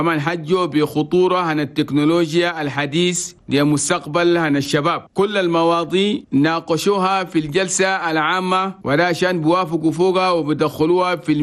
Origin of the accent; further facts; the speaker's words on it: Chad; عشان ده بلدنا تشاد